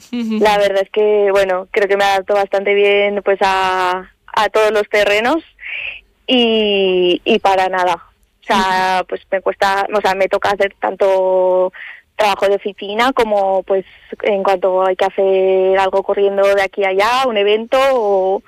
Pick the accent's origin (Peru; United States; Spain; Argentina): Spain; Teruel, Aragon; yo desde la infancia he nacido y he crecido aquí en Teruel. Es verdad que pues ya con 18, cuando te planteas qué hacer, qué estudiar y de qué quería trabajar, pues me fui a Zaragoza, fui a estudiar a la universidad.